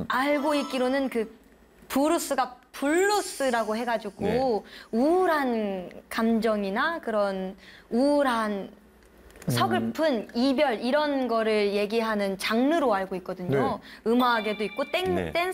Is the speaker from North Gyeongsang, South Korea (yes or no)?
no; Daejeon, South Korea; 내가 언젠가 대전 사람으로서 이 노래를 부를 수 있는 날이 왔으면 좋겠다라고